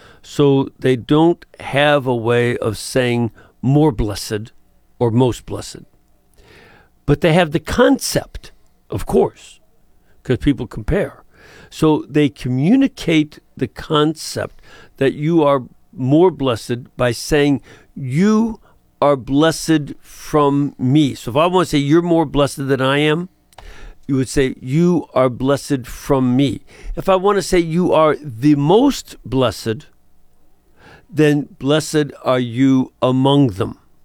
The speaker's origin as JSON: {"language": "English", "town": "Chicago", "region": "Illinois", "country": "United States", "said": "an image that Archbishop Sheen used to use that fit me as a Chicagoan very nicely."}